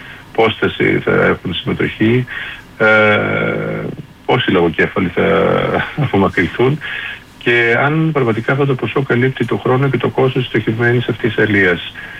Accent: Greece; και εγώ το έκανα ως άνθρωπος, ως Έλληνας

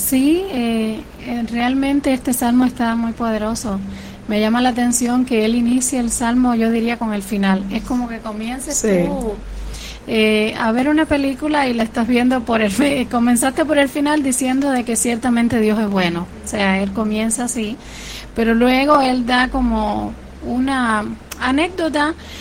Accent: Cuba; moved away as an adult; also born or lived in Havana; Yo para aquel entonces creo que tendría 20 años y estaba en Cuba, en mi país.

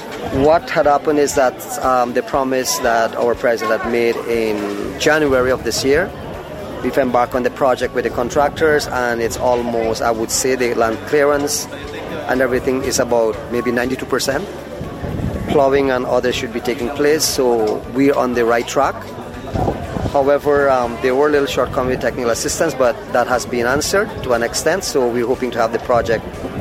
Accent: Paramakatoi, Potaro-Siparuni, Guyana; I'm from Paramakatoy. I'm sub-region 1, Region 8.

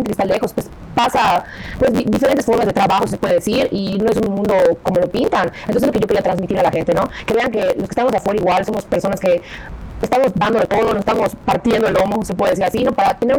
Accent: Yucatán, Mexico; moved away; estar tan lejos del otro lado del mundo, siento a mi tierra, a mi gente, siento a Yucatán tan cerca.

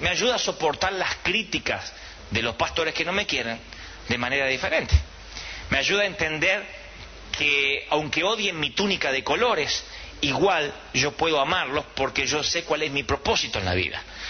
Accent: Argentina; Pero ustedes son chilenos como yo, argentino, y nacimos en América Latina.

